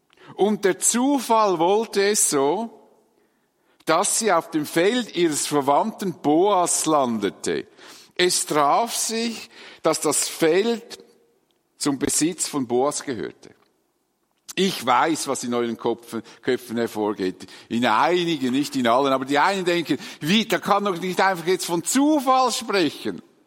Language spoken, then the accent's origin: German; Dietikon, Zurich, Switzerland; mit großen Maschinen auf die Felder, wo ich aufgewachsen bin, in Dietikon, nahe von hier, nicht wahr?